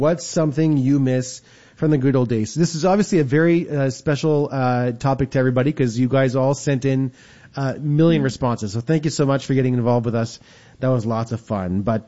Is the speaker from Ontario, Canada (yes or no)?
yes; Sudbury, Ontario, Canada; We laughed coming from up north, right? We came from Sudbury.